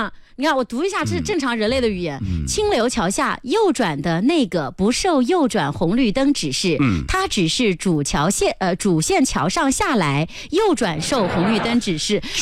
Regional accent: China

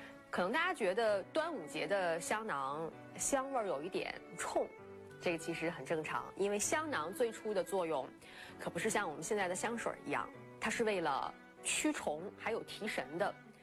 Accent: China; 我们中国人

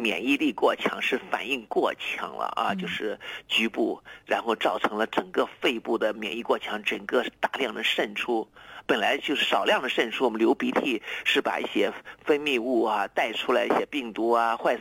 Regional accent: China; 我们中国人

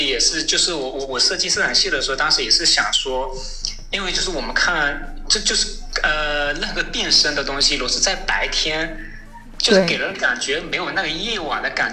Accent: China; 我们中国人

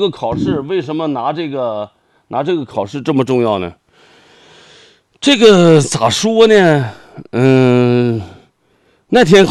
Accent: Heilongjiang, China; 那跟我们黑龙江人

